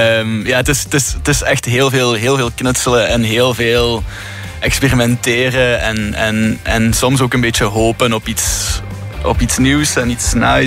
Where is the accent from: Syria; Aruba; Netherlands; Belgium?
Belgium; Flanders; Ik ben van Limburg. Ik ben daar opgegroeid. Ik ga daar al naartoe van sinds ik 15 ben, denk ik.